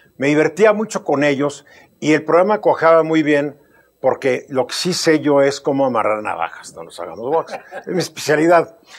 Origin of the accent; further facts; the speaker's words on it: Mexico City, Mexico; yo también soy de la Ciudad de México, también jugaba en las calles.